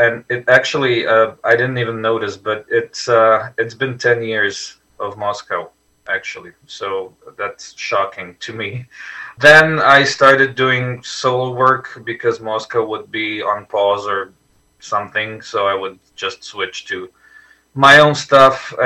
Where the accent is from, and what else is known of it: Croatia; English is a second language